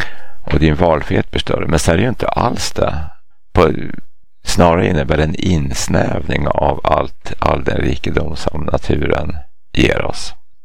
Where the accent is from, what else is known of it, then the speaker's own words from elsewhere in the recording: Eskilstuna, Södermanland, Sweden; accent: Eskilstuna dialect; Då talar jag alltså en extremt genuin gnällig eskilstunesiska medeläspning också.